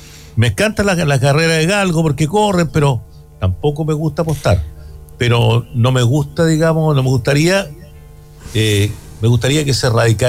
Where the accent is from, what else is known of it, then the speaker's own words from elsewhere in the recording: Longaví, Maule, Chile; cuando era cabro chico en Longaví